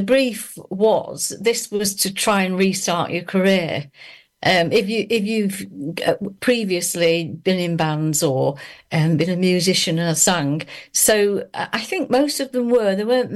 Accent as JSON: {"language": "English", "town": "Leicester", "region": "East Midlands", "country": "United Kingdom", "said": "I lived on the Narborough Road."}